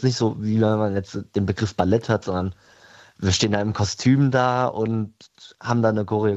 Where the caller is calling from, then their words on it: Hesse, Germany; bei uns lokal im Odenwald